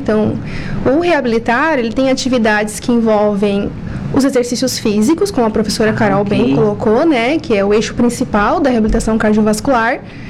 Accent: Araranguá, Santa Catarina, Brazil; Eu sou daqui da região, sou daqui de Araranguá mesmo.

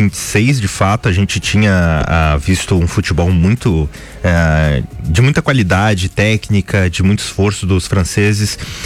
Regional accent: Brazil; a gente como brasileiro

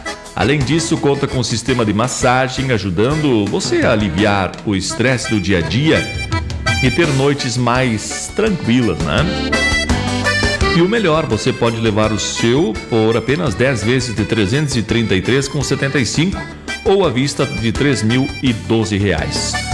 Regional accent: Pinhal Grande, Rio Grande do Sul, Brazil; Eu sou lá de Pinhal Grande, se for possível, coloca uma música, aliás, bem gaúcha.

